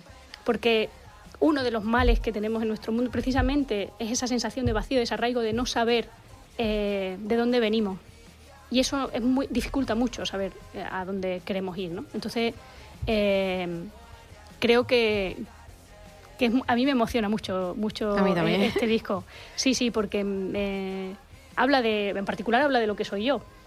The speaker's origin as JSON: {"language": "Spanish", "region": "Extremadura", "country": "Spain", "said": "Yo soy extremeña, de la Siberia extremeña"}